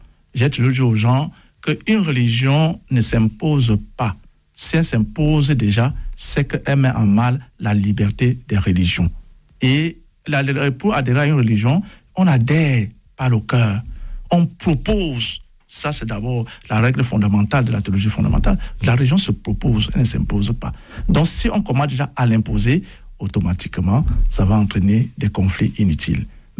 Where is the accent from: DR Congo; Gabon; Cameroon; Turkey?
Cameroon; moved away as an adult; now in France; chez nous, au Cameroun, aujourd'hui, c'est férié.